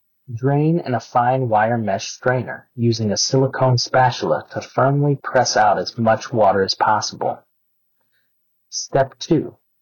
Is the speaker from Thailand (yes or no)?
yes; Bangkok, Thailand; moved away as an adult; now in overseas; Thai cooking is my heritage. It's my culture. I was born and raised in Bangkok, and I grew up surrounded by fantastic food. When I decided to live overseas as an adult